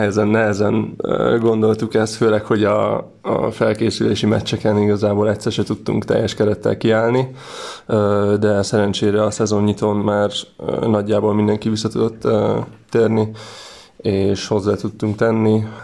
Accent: Kaposvár, Somogy, Hungary; mi kaposvári születésű és nevelt játékosok vagyunk.

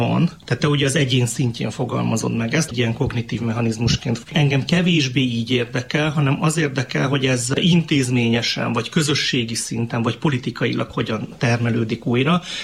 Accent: Transylvania, Romania; Mi erdélyi magyarként tudjuk

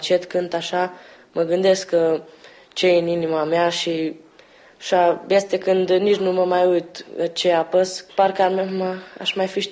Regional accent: Pusztaottlaka, Békés, Hungary; Sunt din Otla Căpustă, originar din județul Cluj, localitatea Turda.

